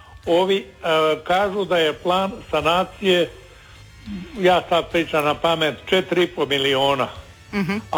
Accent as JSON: {"language": "Croatian", "region": "Lika-Senj County", "country": "Croatia", "tie": "born or raised there", "moved": "yes", "said": "Ne živim u Lici, ali sam rodom iz Like."}